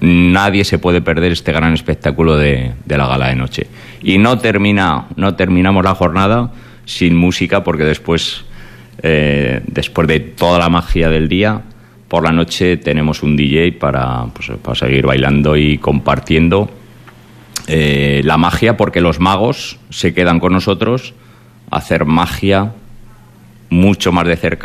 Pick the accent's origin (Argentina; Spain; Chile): Spain; Ejea de los Caballeros, Aragon; como Egea, yo soy de Egea